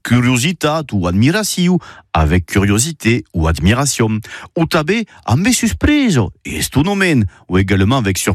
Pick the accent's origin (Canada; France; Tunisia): France; Occitanie